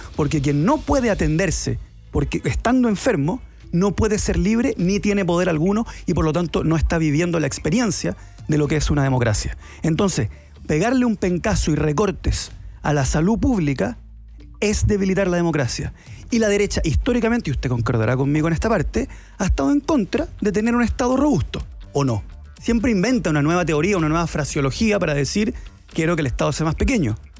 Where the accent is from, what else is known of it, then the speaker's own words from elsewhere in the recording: Chile; born there; Cuando yo nací, en Chile la gente no tenía derecho a votar al presidente